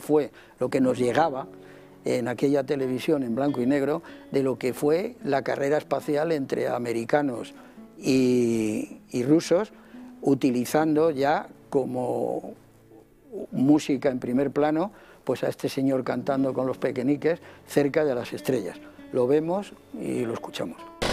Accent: Spain; aquel año en el que yo era más niño que adolescente y que, como muchos españoles de la época, pues estábamos deseando de que llegara ese momento de la madrugada

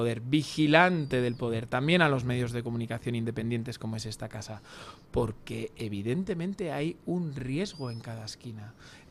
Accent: Spain; cada uno de los españoles

